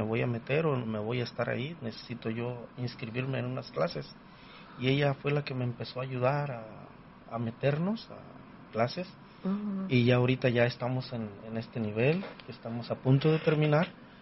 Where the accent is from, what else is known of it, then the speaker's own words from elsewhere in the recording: Bellavista, Jalisco, Mexico; moved away; Bueno, yo soy de, originalmente soy de Jalisco, de Bellavista, Jalisco.